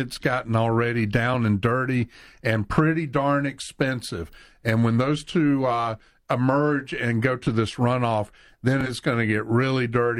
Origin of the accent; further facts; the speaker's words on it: McRae, Georgia, United States; moved away; I just drove up to Georgia to McRae, to my hometown.